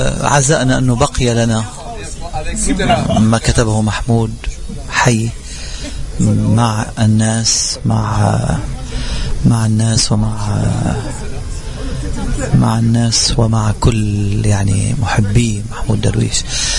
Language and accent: Arabic; Amchit, Keserwan-Jbeil, Lebanon; born there; وكنت في قريتي وفي بلدتي في عمشيت